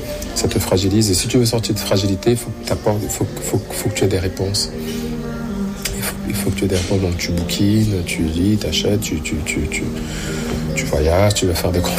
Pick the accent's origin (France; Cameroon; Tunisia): Cameroon; Bon, dont je connais bien le Cameroun. Enfin, je suis du Cameroun. Je connais New Bell.